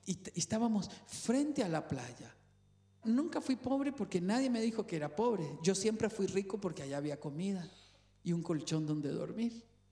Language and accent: Spanish; Cañas, Guanacaste, Costa Rica; born or raised there